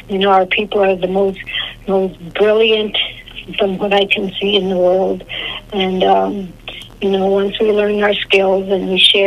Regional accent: Inuvik, Northwest Territories, Canada; from Inuvik, the Northwest Territories, the Beaufort Delta, and all the Northwest Territories, and I can't find a job.

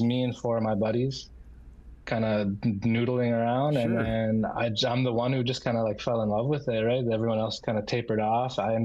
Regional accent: Inuvik, Northwest Territories, Canada; I'm from Inupiaq, Northwest Territories. I'm Inuvialuit. Most people know us as Inuit or Eskimo if you're kind of old school, but... So I'm from the Arctic. I was born and raised here.

